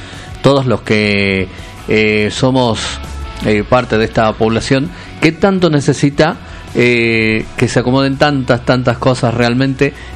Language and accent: Spanish; Uruguay; now in Tucumán, Argentina; Lo vi a Juan Pablo II en el año 1988, cuando él fue a mi ciudad natal allá en Uruguay.